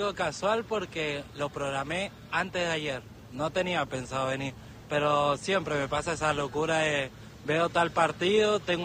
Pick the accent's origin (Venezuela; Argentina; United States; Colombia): Argentina; Mendoza